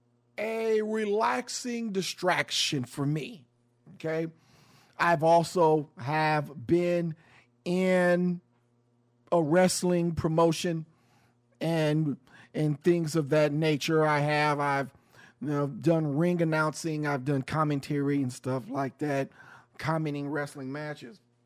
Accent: Ohio, United States; running for governor in my home state of Ohio.

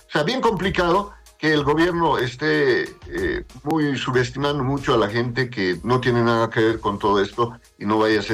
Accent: Bolivia; toda la plata que hemos perdido como bolivianos

